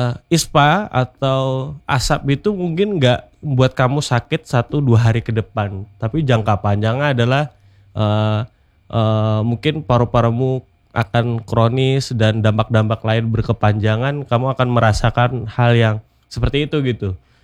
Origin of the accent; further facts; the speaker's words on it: Amuntai, South Kalimantan, Indonesia; born there; di tempat kelahiran saya di Amuntai